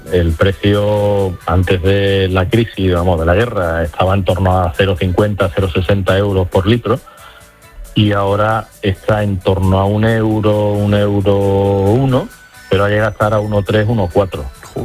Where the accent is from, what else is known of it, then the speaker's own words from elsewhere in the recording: Spain; Nosotros, como españoles, teníamos una serie de medidas que creíamos que podían dar resultado